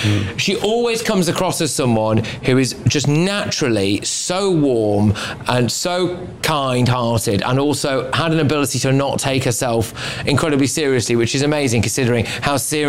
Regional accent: United Kingdom; And obviously I don't quite put … at the same level as that as a Brit

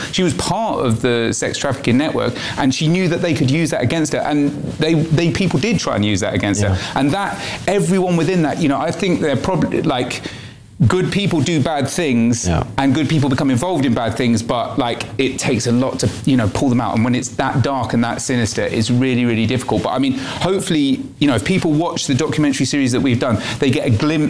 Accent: United Kingdom; We're British journalists.

